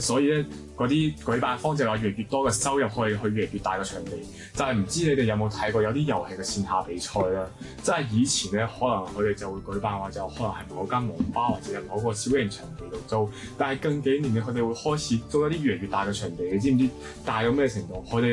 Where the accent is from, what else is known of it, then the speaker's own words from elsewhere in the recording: Macau; 因為我係澳門人啦